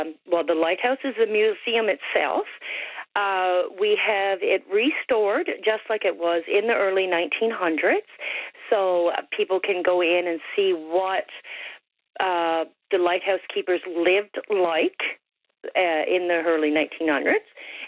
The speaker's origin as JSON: {"language": "English", "region": "Newfoundland and Labrador", "country": "Canada", "tie": "born or raised there", "also_born_or_lived": "Halifax, Nova Scotia", "moved": "as an adult", "said": "I was born here. I moved away when I graduated from high school, moved to Halifax, Nova Scotia."}